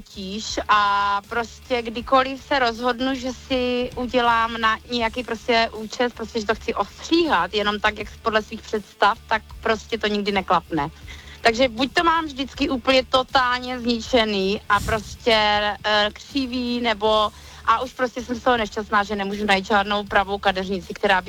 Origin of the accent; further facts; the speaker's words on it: Šumperk, Olomouc Region, Czechia; also born or lived in United Kingdom; Já jsem ze Šumperka a ten přízvuk mám asi z toho důvodu, protože jsem dlouho žila v Británii a učím angličtinu, takže...